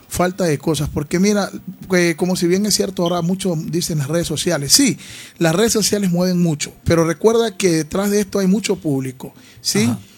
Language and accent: Spanish; Santo Domingo, Esmeraldas, Ecuador; moved away; porque yo soy de Colón de Onsole, en un pueblo, ajá, que se llama Santo Domingo.